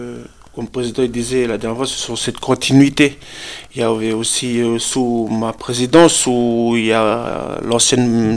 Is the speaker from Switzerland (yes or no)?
no; Lifou, Loyalty Islands Province, New Caledonia; chez moi à Lifou